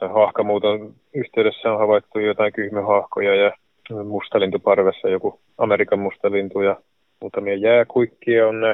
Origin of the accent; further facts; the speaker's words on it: Finland; mistä mä kotoisin niin kuin sisämaasta